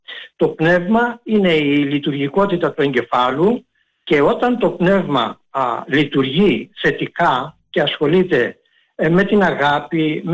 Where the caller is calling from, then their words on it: Piraeus, Attica, Greece; Καλησπέρα σας … από Πειραιά, από Καμίνια.